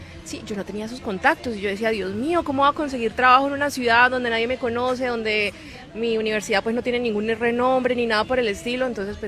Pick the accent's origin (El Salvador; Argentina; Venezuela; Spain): Venezuela; moved away as an adult; now in Colombia; Yo soy colombiana, pero viví más o menos como 18 años de mi vida en Venezuela, como mi etapa consciente